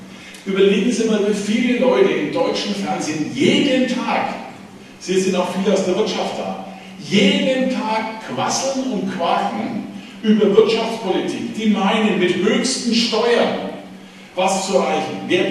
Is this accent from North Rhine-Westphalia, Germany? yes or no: no; Saxony, Germany; aber ich bin aus Sachsen, ich hoffe, das ist okay.